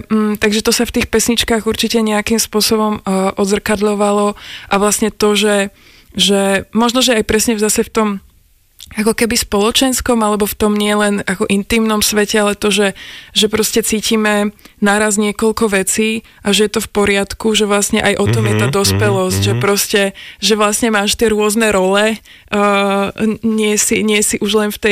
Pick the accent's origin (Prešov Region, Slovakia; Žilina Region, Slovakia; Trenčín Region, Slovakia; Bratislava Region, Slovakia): Žilina Region, Slovakia; Martin; now in Prague, Czech Republic; že by som chcela ísť práve do Martina, odkiaľ pochádzam